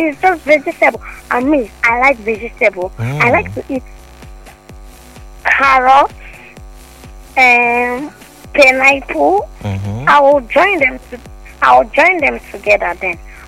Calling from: Port Harcourt, Rivers, Nigeria; I'm living at Rumokwachi.

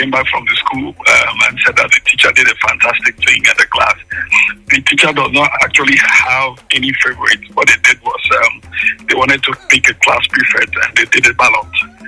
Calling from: Port Harcourt, Rivers, Nigeria; From Ada George

